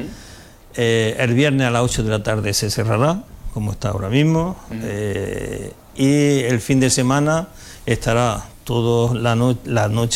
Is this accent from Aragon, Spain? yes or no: no; Úbeda, Andalusia, Spain; Yo soy del barrio del Ejido, el del Lejío.